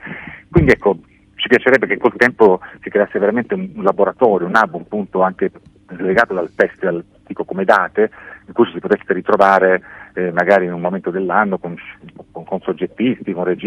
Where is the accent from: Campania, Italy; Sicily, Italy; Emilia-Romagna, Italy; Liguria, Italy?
Sicily, Italy; now in Milan, Italy; io sono siciliano, vivo a Milano ormai da 36 anni, ma come dico sempre, Milano è la mia città, ma questa è la mia terra